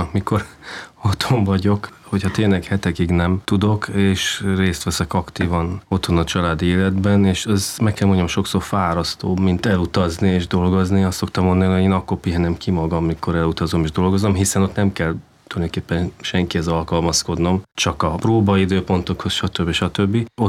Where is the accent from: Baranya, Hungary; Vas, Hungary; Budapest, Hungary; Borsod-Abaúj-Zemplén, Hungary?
Budapest, Hungary; moved away; also born or lived in Berlin, Germany / Munich, Germany / Nuremberg, Germany; én mindig nagyvárosban, Budapesten nőttem föl, amikor Németországba költöztünk, ott is mindig, ugye Berlin, München, Nürnberg, szóval mindig nagyvárosban laktunk